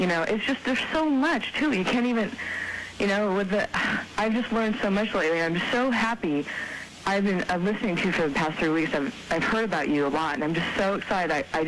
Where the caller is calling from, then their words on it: California, United States; I'm calling from California.